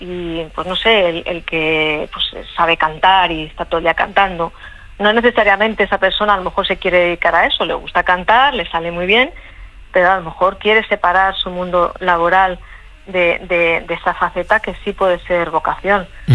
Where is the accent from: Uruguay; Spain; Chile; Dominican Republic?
Spain; Madrid, Community of Madrid; Pues mira, soy de Madrid, pero en estos momentos estoy de vacaciones en el Mediterráneo.